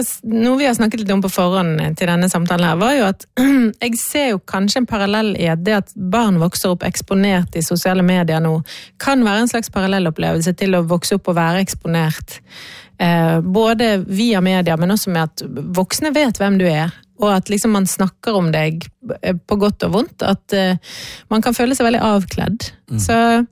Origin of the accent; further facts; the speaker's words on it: Bergen, Vestland, Norway; så jeg er utrolig glad for at jeg har vokst opp i Bergen. Norges største bygd.